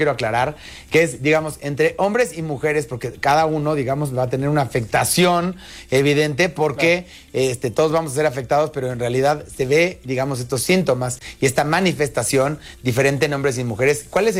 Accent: Mexico; nosotros como mexicanos

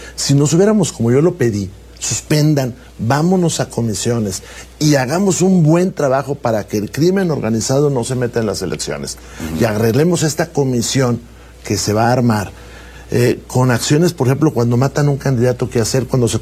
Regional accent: Coahuila, Mexico; Yo estoy enamorado de mi tierra, de Coahuila y de la frontera.

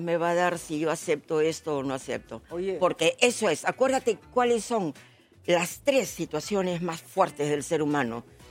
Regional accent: Peru; sí, soy peruana.

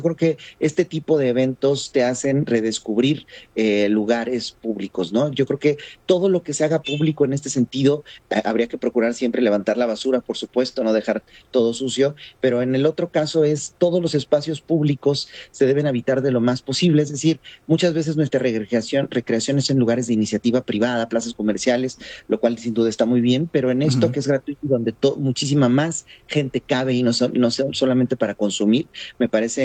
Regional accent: Oaxaca, Mexico; now in Mexico City, Mexico; ciudades como Oaxaca, de donde yo soy originario

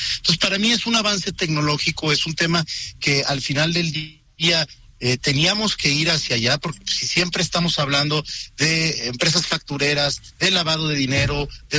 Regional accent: Oaxaca, Mexico; te pongo el ejemplo de mi caso, yo soy de Oaxaca.

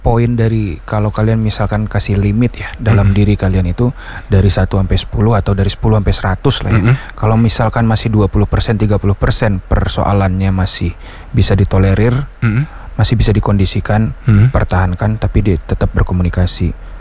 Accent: Padang, West Sumatra, Indonesia; also born or lived in Bukittinggi; Aslinya Padang.

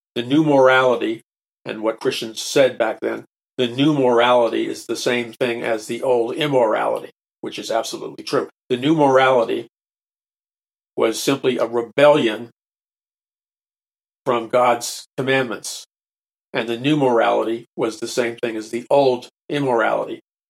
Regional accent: New York City, New York, United States; when I first was a little boy growing up in New York City

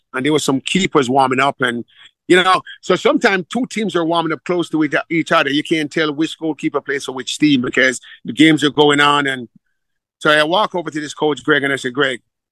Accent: Jamaica; I'm from Jamaica.

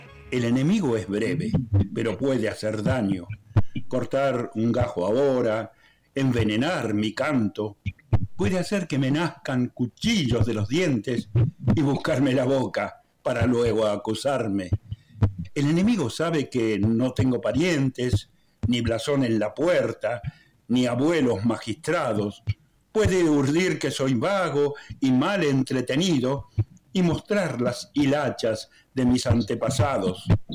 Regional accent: Argentina; born there; moved away; de mi país natal, Argentina

